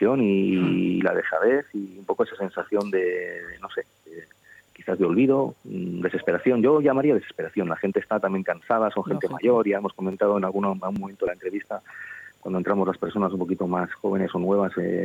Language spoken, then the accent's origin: Spanish; Hondarribia, Basque Country, Spain; somos un barrio, que somos de Hondarribia, que nos merecemos el mismo respeto y tenemos los mismos derechos